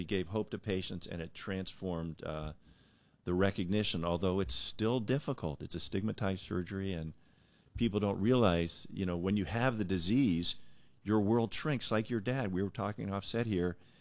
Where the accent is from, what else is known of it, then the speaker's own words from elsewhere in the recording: San Diego, California, United States; my hometown